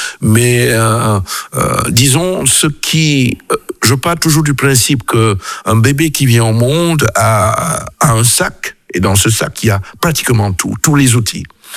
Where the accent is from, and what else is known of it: Cameroon; moved away as an adult; now in Belgium